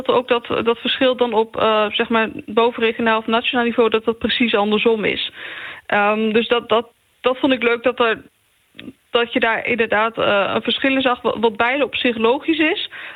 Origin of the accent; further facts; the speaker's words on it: Wijk bij Duurstede, Utrecht, Netherlands; now in Germany; Ik kom eigenlijk niet uit deze regio. Ik ben geboren in Utrecht en getogen in Wijk bij Duurstede.